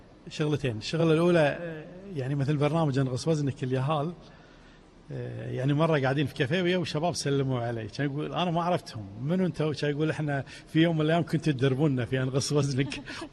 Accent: Kuwait; الصيف طويل عندنا في الكويت وحار وايد

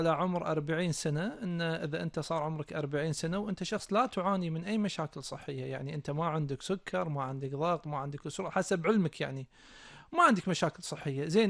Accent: Kuwait; اللي عندنا بالكويت

